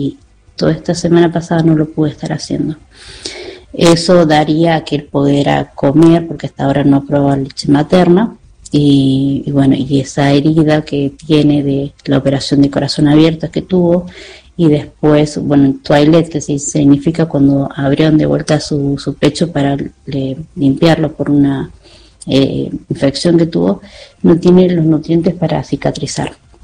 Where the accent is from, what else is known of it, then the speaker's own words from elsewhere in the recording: San Luis, Argentina; moved away as an adult; now in Buenos Aires, Argentina; somos de San Luis, estamos acá, tenemos un hijo en San Luis que tiene 14 años, Jordán.